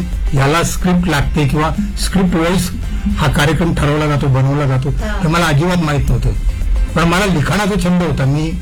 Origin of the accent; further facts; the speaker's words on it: Mumbai, Maharashtra, India; मी आधी मुंबईत राहायचो. वरळी कोळीवाडा हे माझं गाव आणि कोळीवाडा म्हटलं की संपूर्ण कोळ्यांचं गाव येते.